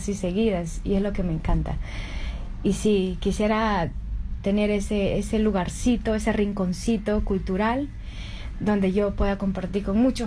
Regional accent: Pucallpa, Ucayali, Peru; moved away as an adult; now in Australia; El baile de la anaconda es un baile tradicional de la selva de Pucallpa, de nosotros, de donde yo vengo.

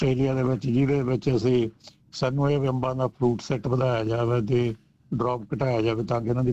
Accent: Punjab, India; moved away as an adult; also born or lived in United Kingdom; now in Western Australia, Australia; ਮੈਂ ਜੀ ਮੇਰਾ ਆਈ ਕਮ ਫਰੋਮ ਏ ਵਿਲੇਜ, ਪਿੰਡ ਮੇਰਾ ਹੈਗਾ ਐਤੀਆਣਾ, ਜਿਹੜਾ ਰੈਕੋਟ ਤਹਿਸੀਲ ਤੇ ਸੁਧਾਰ ਬਲਾਕ ਦੇ ਵਿੱਚ ਪੈਂਦਾ, ਬਹੁਤ ਵੱਡਾ ਪਿੰਡ ਆ ਸਾਡਾ।

